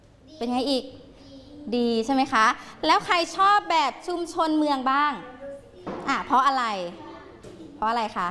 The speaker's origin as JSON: {"language": "Thai", "region": "Phetchaburi", "country": "Thailand", "tie": "born or raised there", "lives_now": "Prachuap Khiri Khan, Thailand", "said": "อย่างเช่น … นั้นมีบ้านเกิดอยู่ที่จังหวัดเพชรบุรีและตอนนี้ … ก็ย้ายถิ่นฐานมาอยู่ที่จังหวัดประจวบคีรีขันธ์เพราะว่าคุณพ่อคุณแม่ทำงานอยู่ที่จังหวัดประจวบคีรีขันธ์นะคะ"}